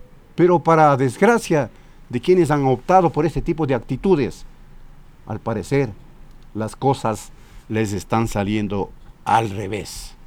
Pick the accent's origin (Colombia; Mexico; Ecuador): Ecuador